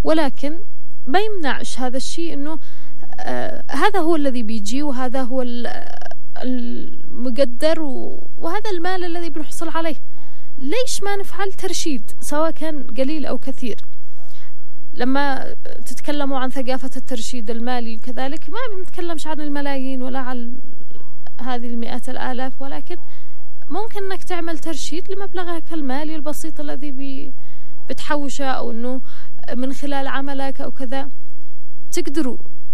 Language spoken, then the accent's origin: Arabic; Yemen; إحنا كشعب يمني